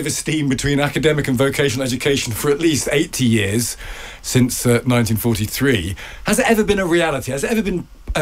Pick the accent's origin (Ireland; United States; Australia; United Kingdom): United Kingdom; Midlands; moved away; I grew up in the Midlands